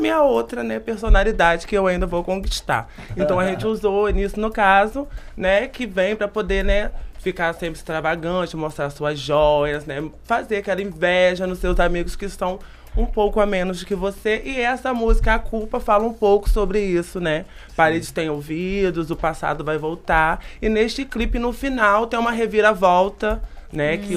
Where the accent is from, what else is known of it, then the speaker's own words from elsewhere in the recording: Miracema, Rio de Janeiro, Brazil; moved away as an adult; now in Cabo Frio, Brazil; De Miracema, eu sou de Miracema.